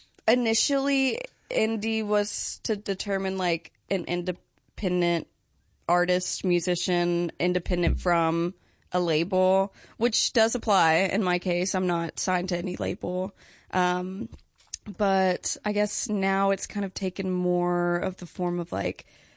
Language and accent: English; Ringgold, Georgia, United States; I'm technically from Ringgold. I tell people I'm from Chattanooga because, I mean